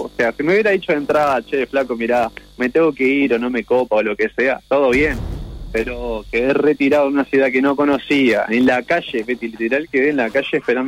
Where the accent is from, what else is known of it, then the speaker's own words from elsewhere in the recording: Montevideo, Uruguay; Yo soy de Montevideo